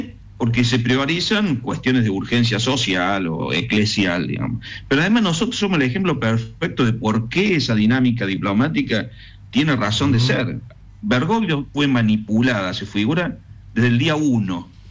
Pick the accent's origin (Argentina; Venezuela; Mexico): Argentina; y yo lamentablemente ya ahora sí como argentino, fue culpa nuestra que no venga.